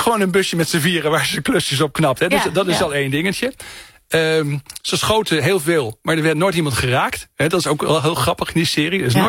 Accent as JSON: {"language": "Dutch", "town": "Muntendam", "region": "Groningen", "country": "Netherlands", "tie": "born or raised there", "said": "Want ik kom uit Oost-Groningen."}